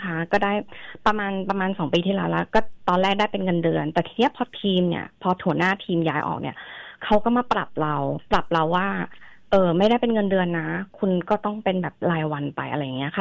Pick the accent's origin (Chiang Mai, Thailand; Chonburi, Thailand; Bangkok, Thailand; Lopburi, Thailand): Chonburi, Thailand; born there; เกิดที่ชลบุรีค่ะ